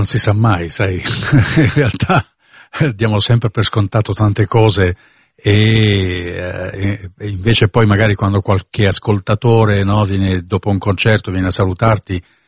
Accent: Bari, Apulia, Italy; born there; E poi naturalmente sono un musicista del sud, vengo dalla Puglia, anche se mi considero un apolide e parte della mia famiglia è sparsa un po' in tutto il paese, perché ho parentele nel Veneto così come nell'Abruzzo, così come in Campania

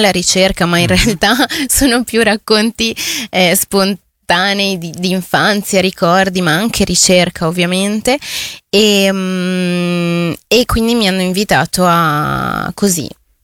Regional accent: Peru; now in Italy; sono una ragazza peruviana con una famiglia colombiana che quindi ha vissuto tante influenze

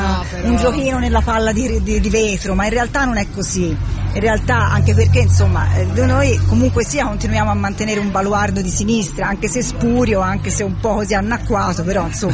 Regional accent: Florence, Tuscany, Italy

